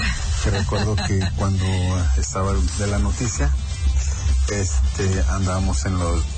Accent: Zapopan, Jalisco, Mexico; soy de Zapopan, pero ahorita ando en Tlajoyork.

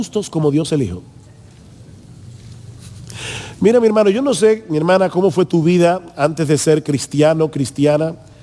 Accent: Dominican Republic; soy dominicano

